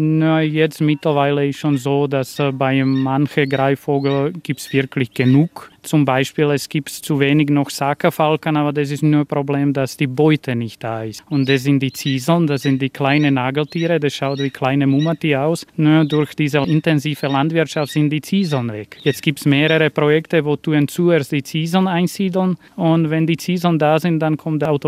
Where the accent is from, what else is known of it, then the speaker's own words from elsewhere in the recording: Slovakia; German is a second language; moved away as an adult; now in Austria; Bei uns in der Slowakei, das ist wahrscheinlich die einzige Schule in Europa, wo kann man Falknerei lernen.